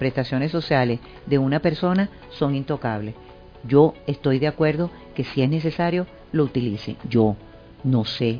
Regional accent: Venezuela; Todos somos Venezuela

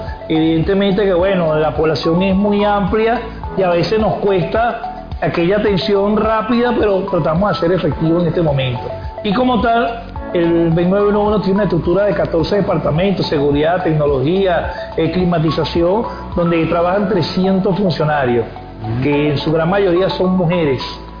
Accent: Venezuela; Nosotros como venezolanos

